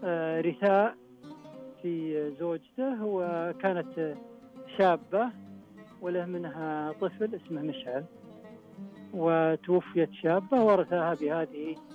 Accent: Al Quway'iyah, Riyadh Province, Saudi Arabia; وتشرف بلادي المملكة العربية السعودية في جميع المحافل المحلية

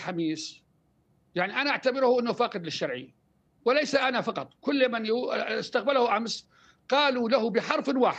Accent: Al-Malikiyah, Al-Hasakah Governorate, Syria; تصور أن أنا من أبناء المنطقة المالكية، أبناء قريتي اللي تابعين المنطقة المالكية وناحية العربية بشكل كامل

